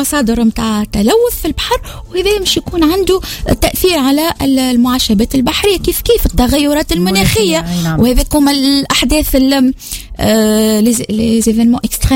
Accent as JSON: {"language": "Arabic", "country": "Tunisia", "said": "واحنا في تونس"}